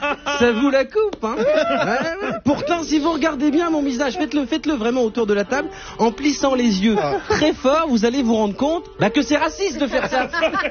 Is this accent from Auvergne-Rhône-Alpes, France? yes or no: yes; Vaulx-en-Velin, Auvergne-Rhône-Alpes, France; born there; moi je suis né à Vaux-en-Velin, l'escape game, il a commencé à ma naissance, j'y suis encore.